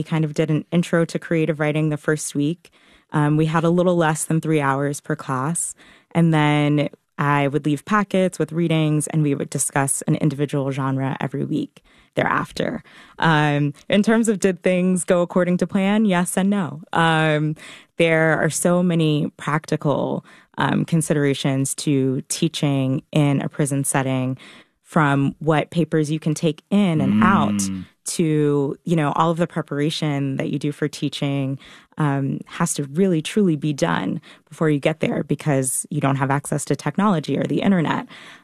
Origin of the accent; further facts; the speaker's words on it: North Carolina, United States; that felt like a real full circle moment because I'm from North Carolina.